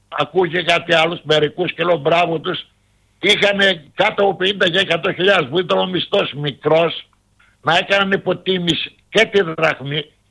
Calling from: Greece; εγώ είμαι Έλληνας καθαρός.

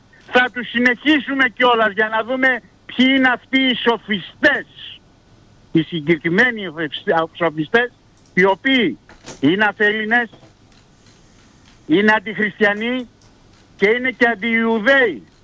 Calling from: Greece; Είμαστε Έλληνες εμείς.

